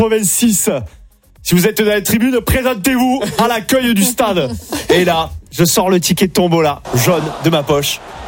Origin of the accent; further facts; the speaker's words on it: Mont-de-Marsan, Nouvelle-Aquitaine, France; moved away; je viens de Mont-de-Marsan.